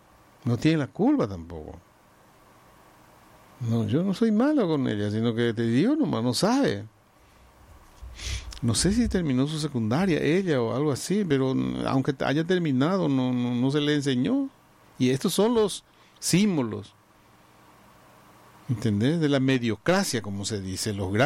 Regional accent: Paraguay; Ya que somos paraguayos y estos son nuestra historia.

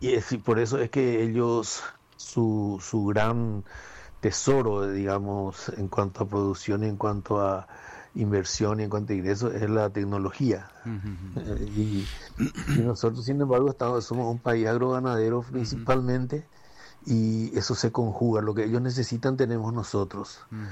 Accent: Paraguay; now in Taiwan; como paraguayo, me siento realizado

